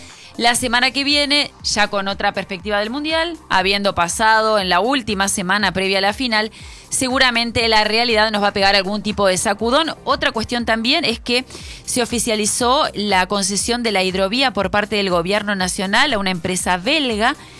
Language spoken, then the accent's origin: Spanish; Argentina